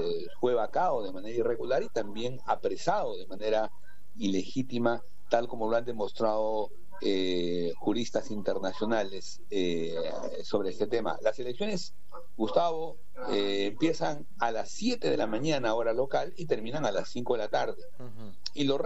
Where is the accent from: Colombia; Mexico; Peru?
Peru; los peruanos, 28 millones de peruanos, decidamos quién será nuestro próximo presidente